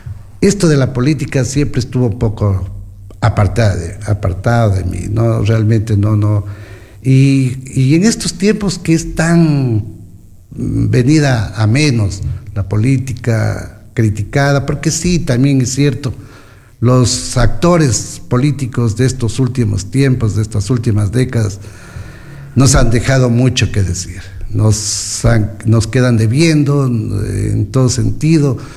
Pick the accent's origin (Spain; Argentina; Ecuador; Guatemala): Ecuador; Loja; soy de Loja, la capital musical del Ecuador